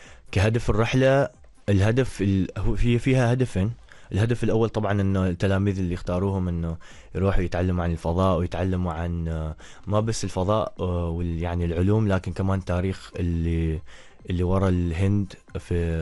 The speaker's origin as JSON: {"language": "Arabic", "country": "Oman", "said": "نحن كعمانيين"}